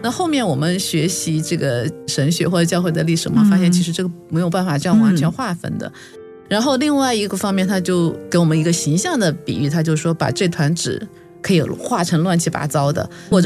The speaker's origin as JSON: {"language": "Chinese", "country": "China", "said": "但我们中国人的传统里面，"}